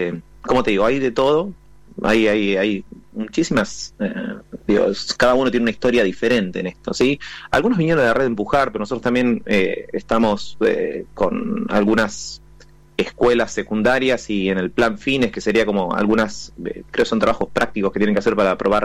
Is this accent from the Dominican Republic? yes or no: no; Coronel Suárez, Buenos Aires Province, Argentina; now in Buenos Aires, Argentina; yo no soy de acá de Buenos Aires, soy del interior, de cerca de Sierra La Ventana, de Coronel Suárez. Entonces, venir a Capital, una ciudad mucho más grande, también era un panorama diferente para mí.